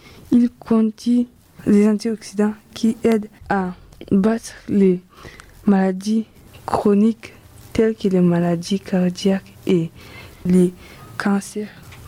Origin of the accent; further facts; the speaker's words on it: Chad; j'ai 14 ans, je viens du Tchad.